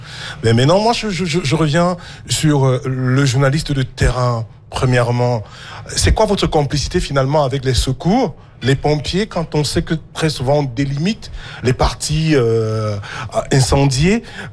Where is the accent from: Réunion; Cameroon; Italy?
Cameroon; Donc, je viens du Cameroun